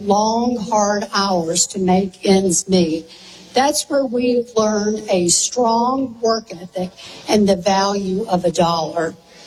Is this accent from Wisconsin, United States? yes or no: no; South Carolina, United States; Lindsay and I grew up in Central South Carolina, but I had great memories of Myrtle Beach.